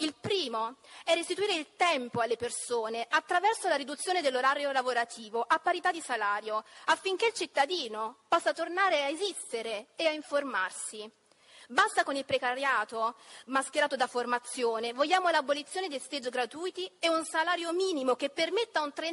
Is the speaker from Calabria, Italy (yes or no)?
yes; Belvedere Marittimo, Calabria, Italy